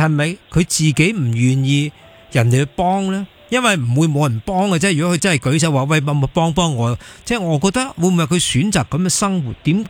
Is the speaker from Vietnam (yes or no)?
no; Hong Kong; 我们香港